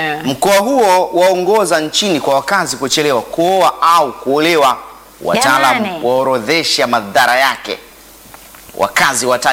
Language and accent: Swahili; Songea, Ruvuma, Tanzania; Kule kwetu Songea tumekula sana makaba, yametukuza.